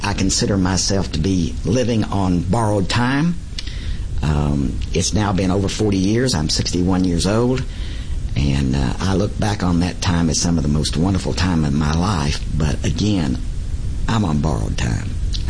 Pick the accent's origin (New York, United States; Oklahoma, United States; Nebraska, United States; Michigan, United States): Oklahoma, United States; accent: Okie; "Listen, from this Okie accent, you can't tell tha